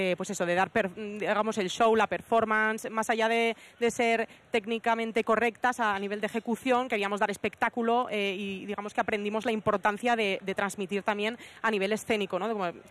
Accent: Zaragoza, Aragon, Spain; Pues sí, nosotras somos de Zaragoza, nos conocimos allí

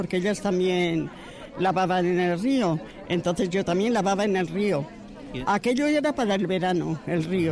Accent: Arrasate, Basque Country, Spain; moved away as an adult; No, soy de Arrasate.

